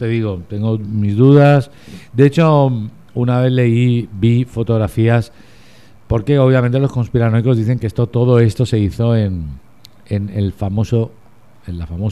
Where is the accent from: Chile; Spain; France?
Spain; Somos los españoles los que nos inventamos títulos.